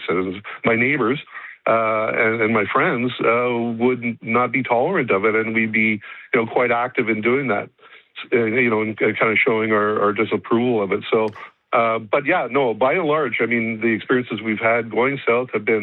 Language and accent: English; Canada; often it's not long before they've, you know, kind of picked us out as being Canadian.